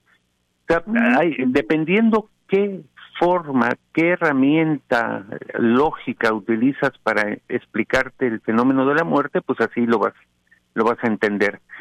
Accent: Mexico; Al haber pasado mi infancia en México

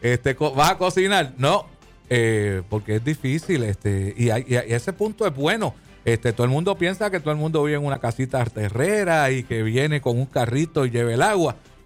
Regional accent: Puerto Rico

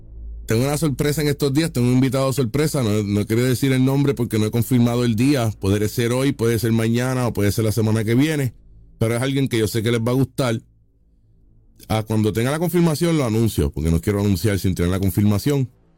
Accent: Puerto Rico

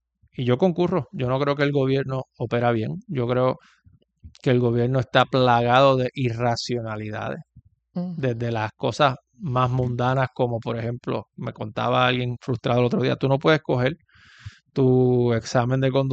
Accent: Puerto Rico; Para mí, como puertorriqueño, lo más que me interesa

